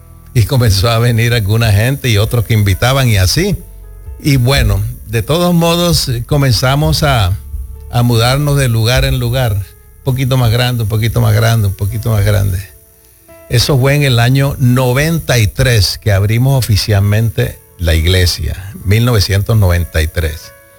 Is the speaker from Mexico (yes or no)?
no; Colombia; moved away; Cuando nosotros nos vinimos de Colombia, no teníamos en el panorama esto de cristianismo ni nada de esas cosas.